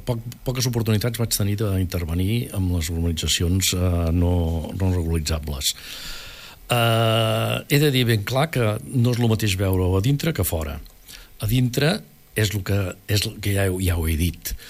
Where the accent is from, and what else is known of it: Catalonia, Spain